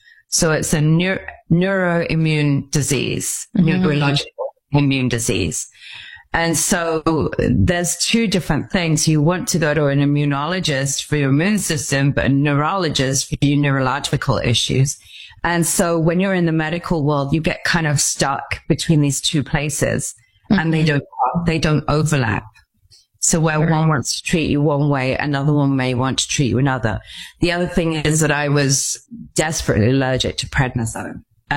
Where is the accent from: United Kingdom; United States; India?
United Kingdom; Stratford-upon-Avon, West Midlands; I decided to leave Mexico go back to England because I'm obviously from Stratford-upon-Avon in England. You can tell by my accent. And so I decided to go home to England